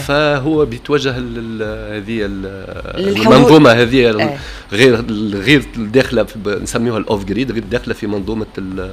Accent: Tunisia; احنا التوانس

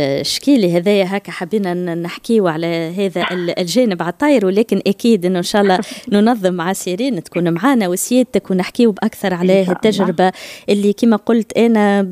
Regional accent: Tunisia

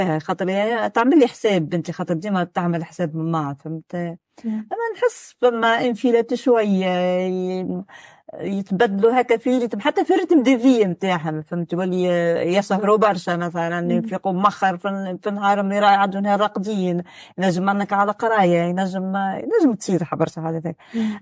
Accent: Tunisia; احنا مجتمع تونسي

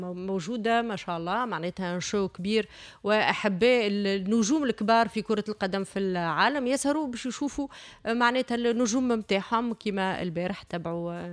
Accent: Tunisia; احنا الكلنا توينسا

